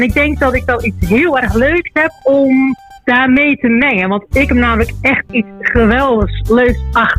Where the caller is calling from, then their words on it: Spain; Vanuit het zonnige Spanje.